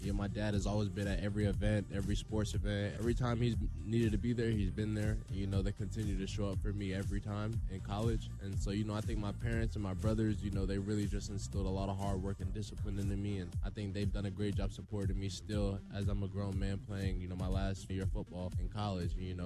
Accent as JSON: {"language": "English", "town": "Sanford", "region": "Florida", "country": "United States", "said": "I'm from Sanford, Florida."}